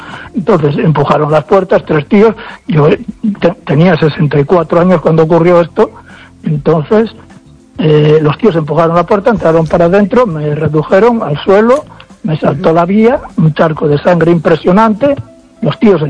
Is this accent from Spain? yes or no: yes; Fisterra, Galicia, Spain; estoy viviendo de alquiler a 50 kilómetros de mi pueblo. Yo soy de Fisterra